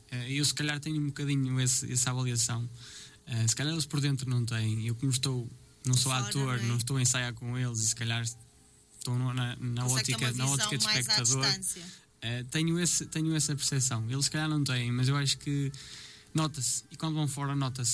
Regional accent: Lousada, North, Portugal; sou de Sousela de cima

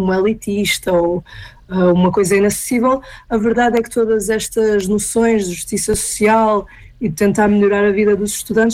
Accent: Ponte da Barca, Arcos de Valdevez, Norte, Portugal; moved away as an adult; na zona de Ponte da Barca, Arcos de Valdevez, de onde eu sou natural

